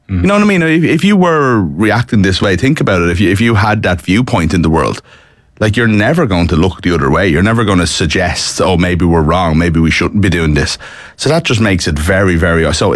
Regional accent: Ireland; as Irish people

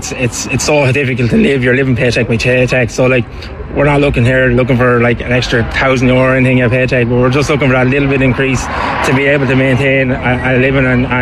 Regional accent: Wexford, Leinster, Ireland; moved away as an adult; now in Dublin, Ireland; I'm from Wexford originally, and I've been living in Dublin since I left school at 18

